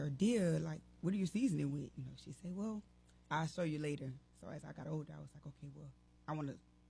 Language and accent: English; Bunkie, Louisiana, United States; I'm from Bunkie, Louisiana